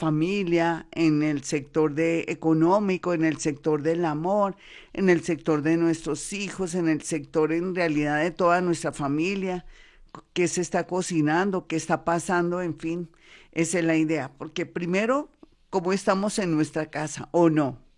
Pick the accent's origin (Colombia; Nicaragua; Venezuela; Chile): Colombia